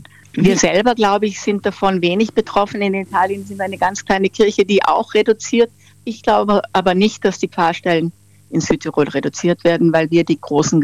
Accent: Austria; now in Bolzano, Italy; Ich bin Österreicherin

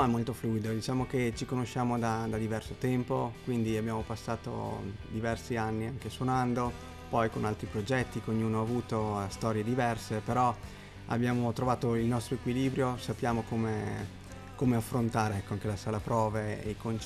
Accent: Mori, Trentino-Alto Adige, Italy; now in Trento, Italy; Io sono di Mori.

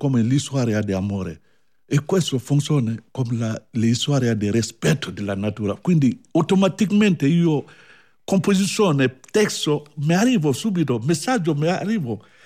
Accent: Mali; born there; Italian is a second language; moved away; Io è vero che sono nato a Mali da una famiglia griot, io sono griot, e vivo con mia cultura e mia tradizione.

